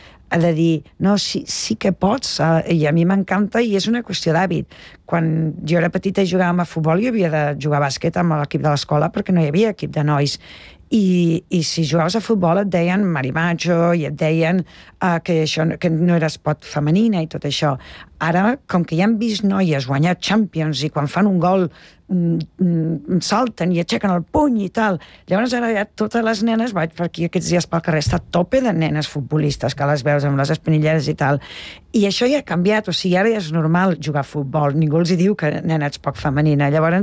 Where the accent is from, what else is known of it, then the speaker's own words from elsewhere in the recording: Tarragona, Catalonia, Spain; Jo, que soc de Tarragona, tenia amics que es muntaven un bar a Salou